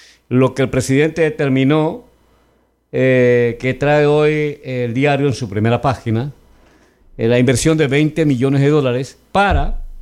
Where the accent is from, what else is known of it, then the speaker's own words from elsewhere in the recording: Manabí, Ecuador; yo como manabita, como ecuatoriano